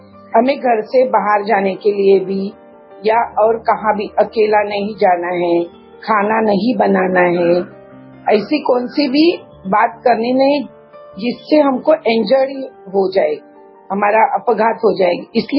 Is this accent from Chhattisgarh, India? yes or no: no; Saramble, Maharashtra, India; मैं सिंधुदुर्ग जिला के सरंबल गांव से बिलोंग करती हूँ, कुडाल तालुका है हमारा, तो उस विलेज में हर घर का एक आदमी मिलिट्री में है।